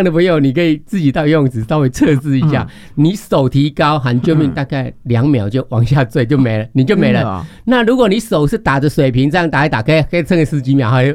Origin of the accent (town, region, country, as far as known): Taiwan